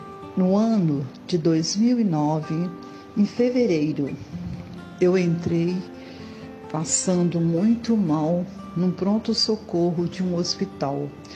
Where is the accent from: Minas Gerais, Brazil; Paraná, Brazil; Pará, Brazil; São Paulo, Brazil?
Minas Gerais, Brazil; Belo Horizonte; eu sou de Belo Horizonte.